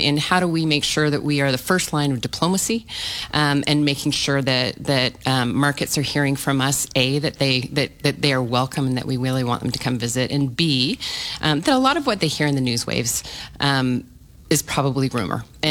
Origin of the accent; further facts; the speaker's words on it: Canada; Being Canadian and seeing a 36% drop in 2025 in Canadian visitors was a big deal for us.